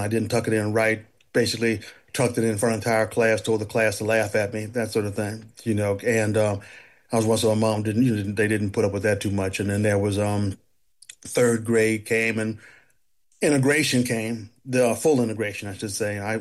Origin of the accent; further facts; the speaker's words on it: Denver, Colorado, United States; When I was actually growing up in Denver, Denver's about as white as Detroit is black.